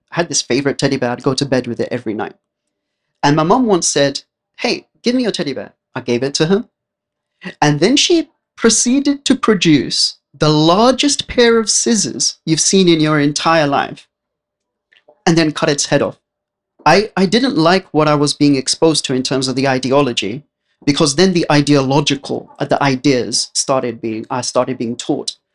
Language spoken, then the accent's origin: English; London, United Kingdom; born there; My dad came to the UK, to London, when he was just 3 years old. So essentially, born and raised in Britain. My mother came to London to get married to my dad. And I was born.